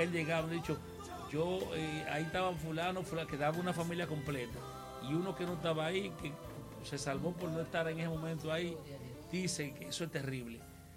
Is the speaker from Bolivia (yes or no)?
no; Dominican Republic; los dominicanos decimos